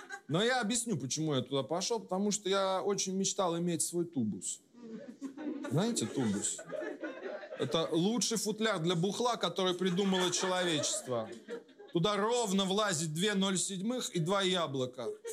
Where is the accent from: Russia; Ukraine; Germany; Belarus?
Russia; Kursk, Kursk Oblast; moved away; Я из Курска. Часто в него езжу.